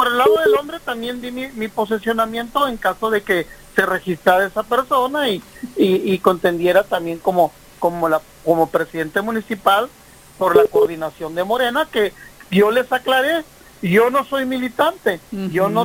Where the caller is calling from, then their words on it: Mexico; soy ciudadano mexicano